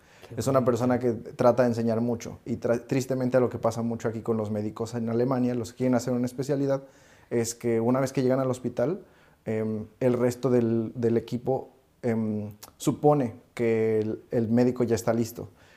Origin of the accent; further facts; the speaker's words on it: Mexico; now in Germany; lo cual para uno como mexicano y acostumbrado a ciudades tan grandes es muy pequeño.